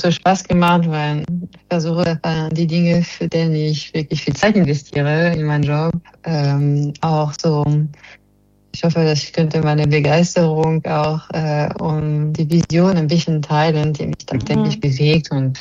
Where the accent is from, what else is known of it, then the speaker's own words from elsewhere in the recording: France; German is a second language; now in Germany; Als Französin in Deutschland, Bundeskanzlerin zu werden, ist ein bisschen verrückt.